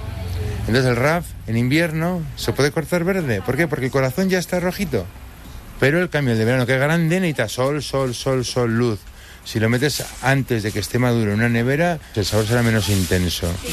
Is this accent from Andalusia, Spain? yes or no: no; Navarre, Spain; Pero a mí, por ejemplo, como soy de Navarra y somos bastante tradicionales, me sigue tirando más el rosa barbastro tradicional grande